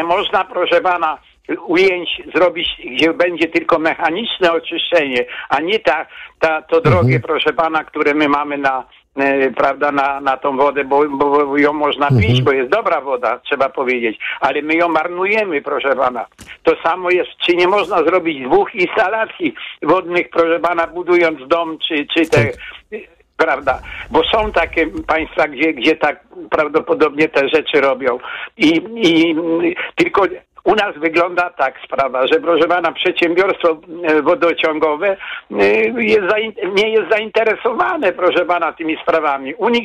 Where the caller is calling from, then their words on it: Kraków, Lesser Poland, Poland; ja już mieszkam w Krakowie już ponad 70 lat